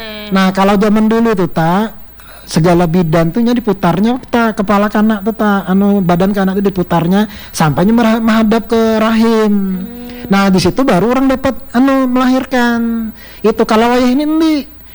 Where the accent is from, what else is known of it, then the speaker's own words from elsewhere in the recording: East Kalimantan, Indonesia; Karena bahasa Kutai ini jati diri etam sebagai asli orang Kalimantan Timur.